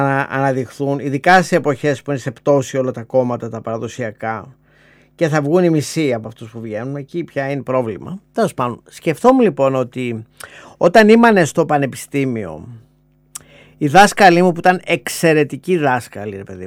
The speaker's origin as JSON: {"language": "Greek", "town": "Thessaloniki", "region": "Central Macedonia", "country": "Greece", "said": "επειδή ήμουν από Θεσσαλονίκη"}